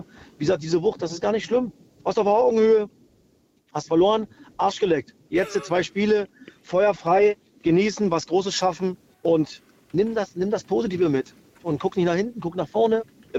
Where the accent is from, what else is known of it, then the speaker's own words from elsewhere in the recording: Cottbus, Brandenburg, Germany; born there; Ich als gebürtiger Cottbuser und als Ossi, Logo.